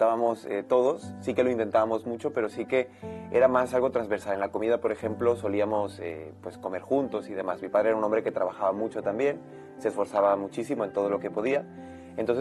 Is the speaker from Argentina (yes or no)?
no; Mexico; pues yo nací en México en el año 1995, así que ahora tengo, bueno, 23, 24 años.